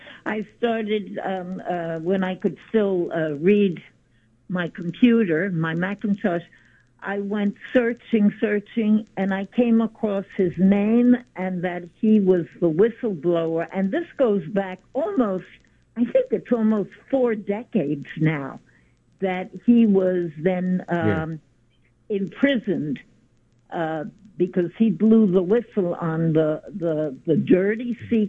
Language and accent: English; Cuba; now in United States; I've been listening to the station since I came from Cuba. That was about 5 decades ago.